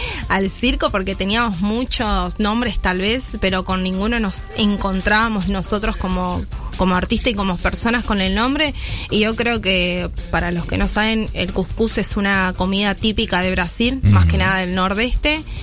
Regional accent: Buenos Aires Province, Argentina; moved away; Soy del sur de Buenos Aires.

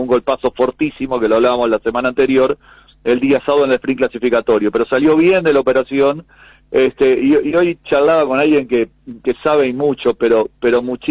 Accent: Uruguay

